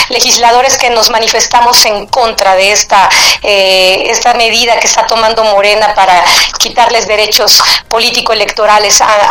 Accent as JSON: {"language": "Spanish", "country": "Mexico", "said": "Ese sería el llamado a estar unidos como mexicanos en contra de legislaciones como lo que hoy está sucediendo"}